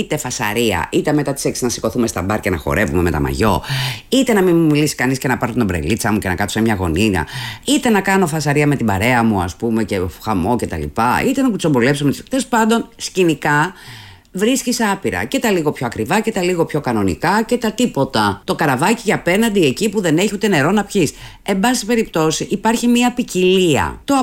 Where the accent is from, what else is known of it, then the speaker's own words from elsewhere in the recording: Thessaloniki, Central Macedonia, Greece; σαν το χωριό μου ένιωθα. Θεσσαλονικιά η κοπέλα, το έχουμε πει αυτό.